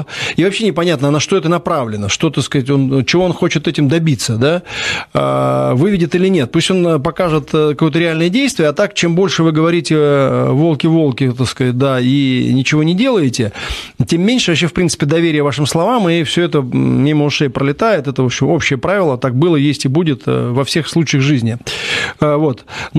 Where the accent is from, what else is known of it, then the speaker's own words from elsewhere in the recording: Moscow, Russia; Ну, я просто коренной москвич, поэтому меня вообще вот там, условно говоря, вся эта урбанистическая культура, она меня не трогает.